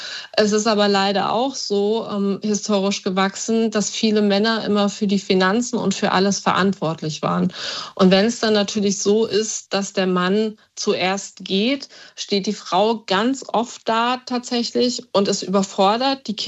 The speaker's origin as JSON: {"language": "German", "town": "Frankfurt", "region": "Hesse", "country": "Germany", "tie": "born there", "said": "Ich bin gebürtig aus Frankfurt tatsächlich, Frankfurt am Main."}